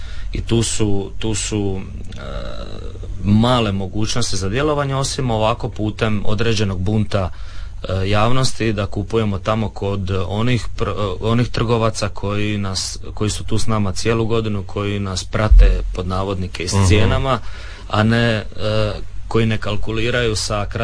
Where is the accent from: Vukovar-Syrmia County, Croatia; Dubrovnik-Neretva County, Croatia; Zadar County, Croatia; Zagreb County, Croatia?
Zadar County, Croatia; Škabrnja; a ja dolazim isto iz Škabrnje